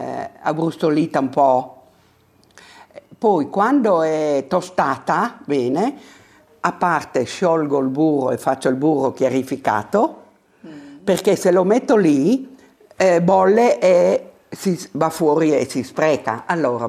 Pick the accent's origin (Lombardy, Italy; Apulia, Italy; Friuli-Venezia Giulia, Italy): Friuli-Venezia Giulia, Italy; Io vengo dalla Carnia, dove ci sono delle tradizioni, i chiassons, è conosciuto dappertutto, però ognuno faceva i suoi.